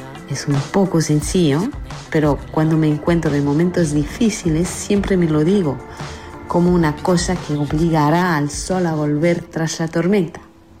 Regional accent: Paris, Île-de-France, France; Crecí en París

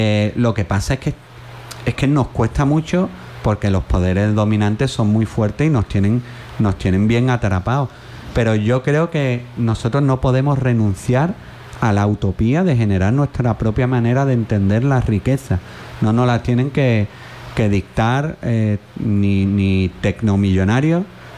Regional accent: Jerez de la Frontera, Andalusia, Spain; en mi tierra, en Jerez

